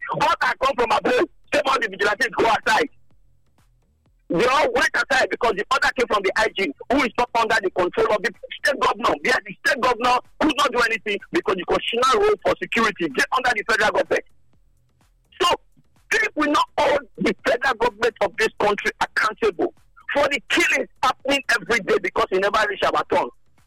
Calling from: Nigeria

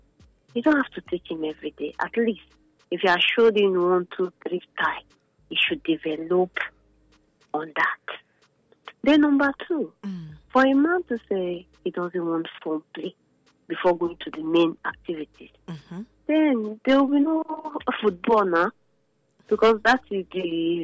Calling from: Benin City, Edo, Nigeria; I'm calling from Benin.

